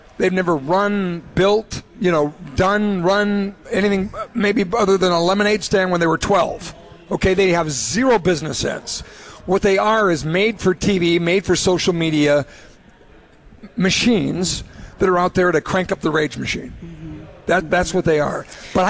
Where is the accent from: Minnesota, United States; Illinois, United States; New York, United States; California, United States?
Minnesota, United States; Montevideo; I grew up in Montevideo, Minnesota, a lot of Democrats, represented by a Democrat for a lot of years in Congress.